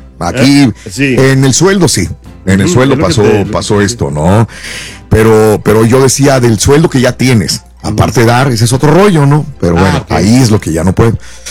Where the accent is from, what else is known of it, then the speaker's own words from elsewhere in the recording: Matamoros, Tamaulipas, Mexico; moved away; cuando yo me vine de Matamoros, era de las colonias más populares.